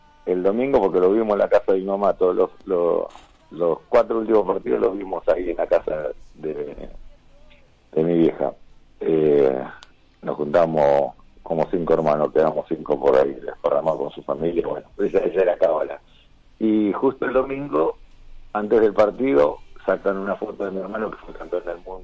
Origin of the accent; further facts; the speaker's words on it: Tucumán, Argentina; moved away; Somos tucumanos